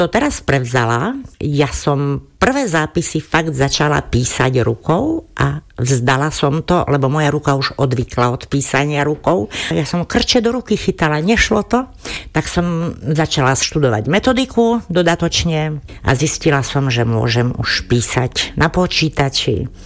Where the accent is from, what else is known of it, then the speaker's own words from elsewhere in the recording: Malý Šariš, Prešov Region, Slovakia; som rodáčka z Malého Šariša, podobne aj moji rodičia a starí rodičia zase tak na 50%.